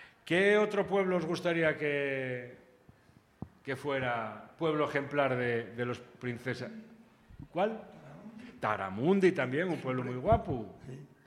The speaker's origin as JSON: {"language": "Spanish", "region": "Asturias", "country": "Spain", "said": "la verdad que somos un poco abusones los asturianos"}